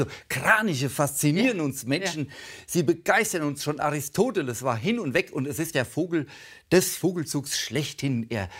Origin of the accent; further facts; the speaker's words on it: Büttelborn, Hesse, Germany; zum Beispiel Bruchwiesen bei Büttelborn, meine Heimat.